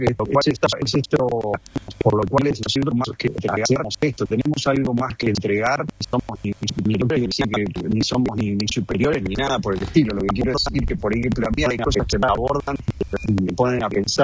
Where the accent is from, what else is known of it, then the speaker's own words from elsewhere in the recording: Argentina; accent: Argentine; de nuestro acento argentino, porque yo lo llevo con mucha honra